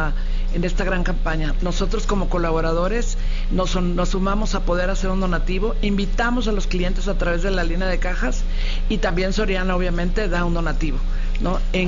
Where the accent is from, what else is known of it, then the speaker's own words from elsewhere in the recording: Mexico City, Mexico; No, yo soy aquí de Ciudad de México.